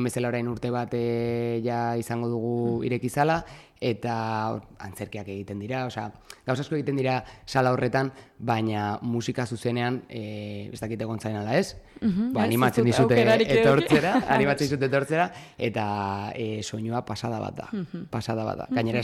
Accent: Irun, Basque Country, Spain; Hau begira, ba ni Irundarra naiz, orain dela 10 urte, ostras, ba ez du ezagutzen

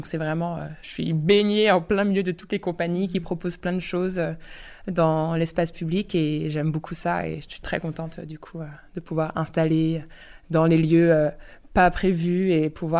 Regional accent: St. Barthélemy; moved away; Moi, je viens d'une petite île des Antilles qui s'appelle Saint-Barthélemy.

